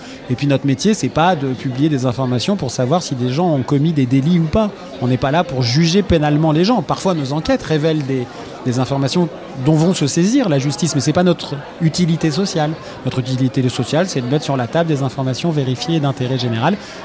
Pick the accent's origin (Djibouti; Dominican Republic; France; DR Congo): France; Lyon, Auvergne-Rhône-Alpes; born there; J'ai commencé le journalisme à 18 ans à Lyon, où je suis né, en effet à Lyon Figaro.